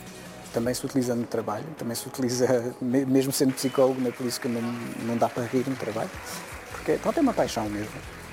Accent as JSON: {"language": "Portuguese", "country": "Luxembourg", "tie": "born or raised there", "also_born_or_lived": "Strasbourg, France", "said": "Nasci no Luxemburgo, os meus pais conheceram-se no Luxemburgo, pronto, fiz a escola aqui. Fiz os meus estudos na França, estive em Estrasburgo durante 5 anos para fazer o meu diploma de psicólogo. E depois voltei para o Luxemburgo"}